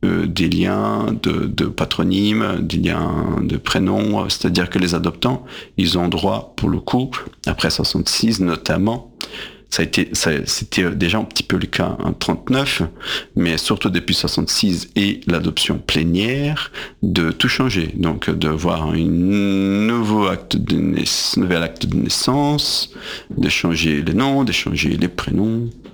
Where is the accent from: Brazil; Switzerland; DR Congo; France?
Brazil; French is a second language; Il y a un dicton, il me semble, ça, il y en a aussi bien en portugais, là d'où je viens, du Brésil